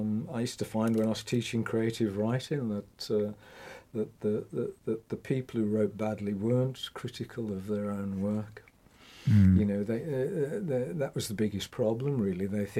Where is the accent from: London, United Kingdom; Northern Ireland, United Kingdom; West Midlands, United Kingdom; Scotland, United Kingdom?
West Midlands, United Kingdom; accent: Black Country; And I was born on the Saltwells Estate, just across the other side of the woods from where we are now in the Merry Hill Centre. So it was very Black Country